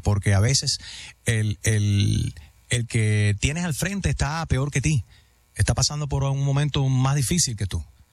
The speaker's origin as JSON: {"language": "Spanish", "country": "Puerto Rico", "said": "Y soy puertorriqueño."}